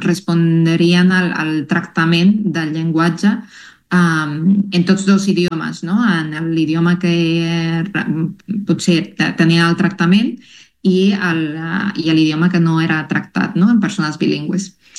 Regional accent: La Paz, Bolivia; first language Spanish; Catalan is a second language; now in Catalonia, Spain; Les persones més de muntanya, diguem, de la regió on vinc, de La Paz

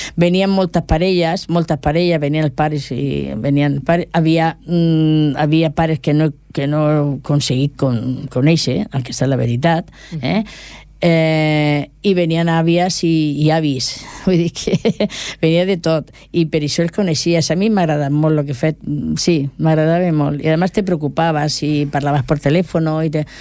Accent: Lleida, Catalonia, Spain; accent: Murcian; al poble pues, parlava tothom en català, i això també t'ajuda. Aleshores parlo català, me digo si soc valenciana perquè parlo un català amb accent murcià, però de Lleida. Sembla que soc valenciana.

